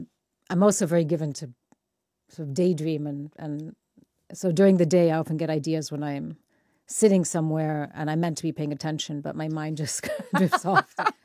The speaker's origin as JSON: {"language": "English", "country": "Mexico", "also_born_or_lived": "United States", "moved": "as an adult", "lives_now": "United Kingdom", "said": "I left Mexico when I was 17, although I go back several times a year because my parents are still there and home is still there."}